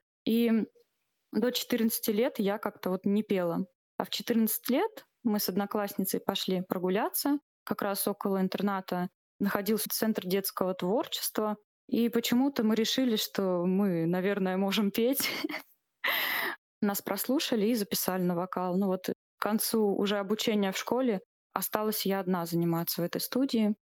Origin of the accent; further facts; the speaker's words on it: Tomsk, Tomsk Oblast, Russia; Вот все-таки домой хотелось, в родные края. И мы вернулись в Томск. И я уже здесь устроилась в детскую поликлинику массажистом.